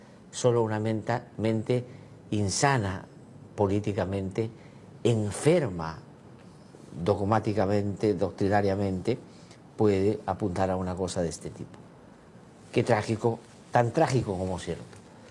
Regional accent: Chachapoyas, Amazonas, Peru; Yo soy de Chachapoya, el interior.

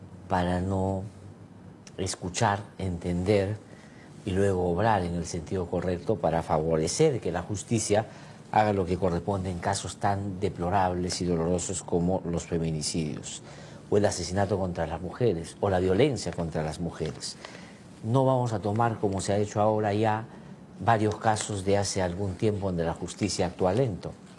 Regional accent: Chachapoyas, Amazonas, Peru; Yo soy de Chachapoya, el interior.

